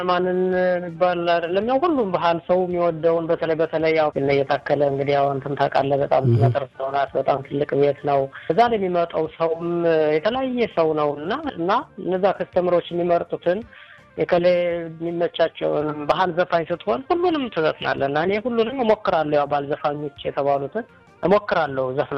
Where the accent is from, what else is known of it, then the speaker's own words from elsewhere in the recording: Amhara, Ethiopia; born there; also born or lived in Gondar; በእርግጥ የተወለድኩት ወደ ጎጃም አካባቢ ነው እና እዛም በነበርኩበት ጊዜም ያው ምንም አይነት ልምዱ ባይኖረኝም የሙዚቃ ግን ተፈጥሮ እንደዚህ ሰርግም ሲሆን ምንም ሲሆን ስሞክር ነበረ